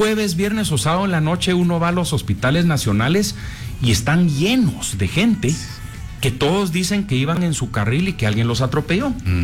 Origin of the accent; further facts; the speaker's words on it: Guatemala; como guatemaltecos tenemos que recordar